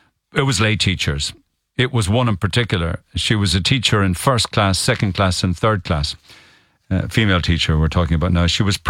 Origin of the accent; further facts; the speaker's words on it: Silver Mines, Munster, Ireland; now in Cork, Ireland; I've lived in Cork for the past 45 years. But I'm originally from Silver Mines in Tipperary, where I went to school.